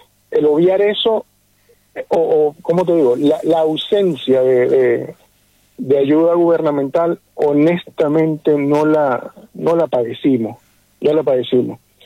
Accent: Venezuela; moved away; mis mismos coterráneos que están padeciendo la situación allá

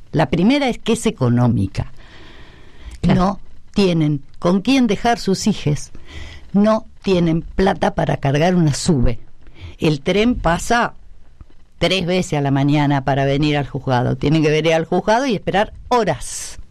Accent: Mercedes, Buenos Aires Province, Argentina; born there; Básicamente, yo soy bonaerense, soy nacida en Mercedes, provincia de Buenos Aires. Hija única

